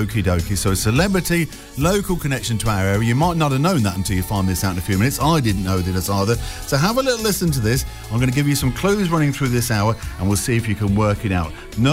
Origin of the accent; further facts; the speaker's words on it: Leicester, East Midlands, United Kingdom; born there; I was born in Leicester on the 19th of August 1951. I'm 74 years old and I'm a retired musician and I sound a bit like this.